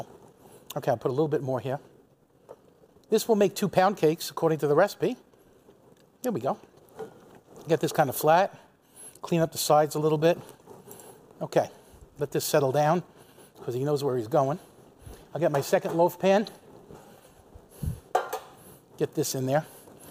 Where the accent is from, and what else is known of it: West Babylon, New York, United States; born or raised there